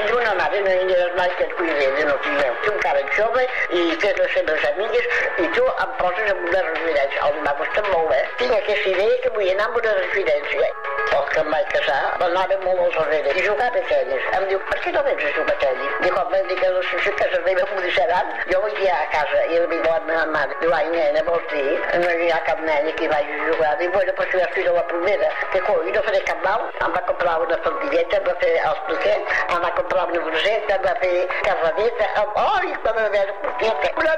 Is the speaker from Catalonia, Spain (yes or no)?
yes; Tàrrega, Catalonia, Spain; moved away as an adult; now in Barcelona, Spain; Tardera, el meu poble, per la meva família, tenia un negoci de pa